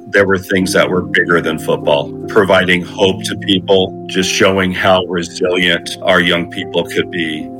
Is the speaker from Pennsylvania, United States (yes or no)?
no; Los Angeles, California, United States; moved away as an adult; now in Paradise, United States; I'm born and raised in West Los Angeles, and I actually married a native Paradisian. So we've lived in Paradise here for 40 years.